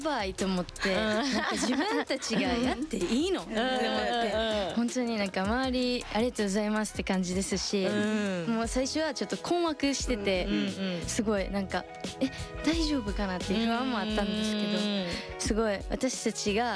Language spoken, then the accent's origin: Japanese; Kansai, Japan; now in Tokyo, Japan; 地元はみんな関西で。